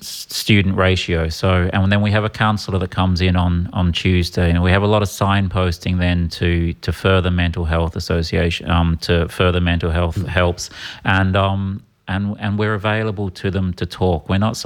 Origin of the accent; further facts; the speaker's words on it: Perth, Western Australia, Australia; moved away